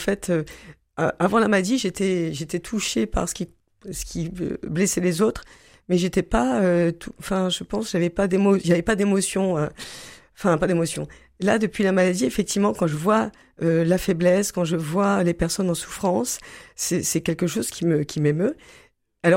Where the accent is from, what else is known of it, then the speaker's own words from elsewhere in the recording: Marseille, Provence-Alpes-Côte d'Azur, France; Moi, je suis de Marseille